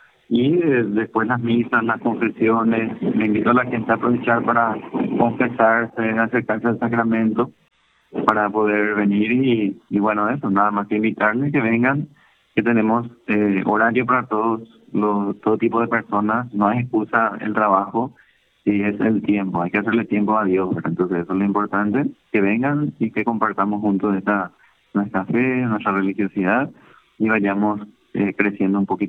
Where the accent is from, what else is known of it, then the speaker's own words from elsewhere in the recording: Carmen del Paraná, Itapúa, Paraguay; Bueno, yo soy de Carmen del Paraná, Itapúa, pero soy misionero redentorista.